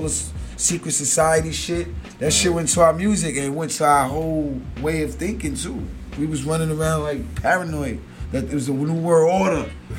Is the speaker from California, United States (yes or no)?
no; Queens, New York, United States; because I come from Queens, I seen so much, I can do that because it's something I can emulate